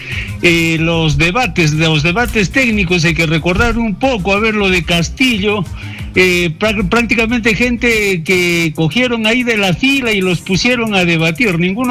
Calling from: Huancayo, Junín, Peru; Y buenos días, Marcial, desde Huancayo

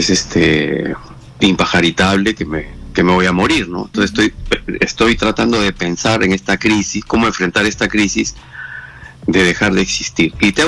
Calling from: Lima, Peru

